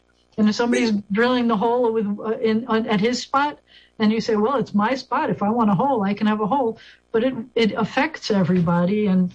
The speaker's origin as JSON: {"language": "English", "region": "New York", "country": "United States", "tie": "born or raised there", "moved": "yes", "lives_now": "Shreveport, United States", "said": "when I grew up in New York State"}